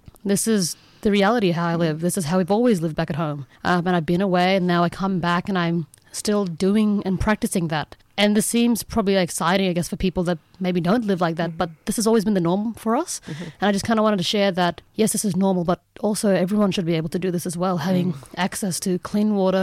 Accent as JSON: {"language": "English", "town": "Wyndham", "region": "Western Australia", "country": "Australia", "also_born_or_lived": "Elcho Island, East Arnhem Land", "said": "I'm a Balangara and Yolngu woman. And I come from all the way over in the Kimberley, East Kimberley more specifically, from a small town called Windham."}